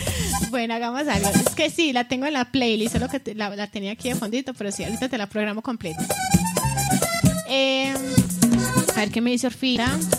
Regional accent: Colombia; como colombianos siempre dejamos todo para última hora

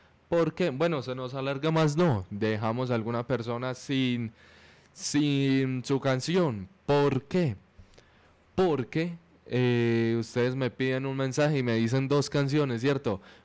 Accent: Briceño, Colombia; yo soy de Briseño, pero yo no conozco bien muchas veredas, como lo son La Vélez, como Santa, o sea, pues Santana y demás

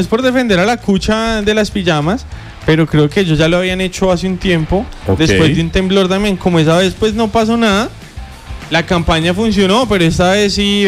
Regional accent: Colombia; Con lo que está pasando en el país, apoyemos como colombianos, cualquier cosa es ayuda.

